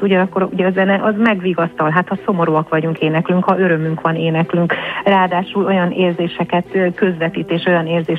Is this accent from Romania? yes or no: yes; Székely Land, Romania; born or raised there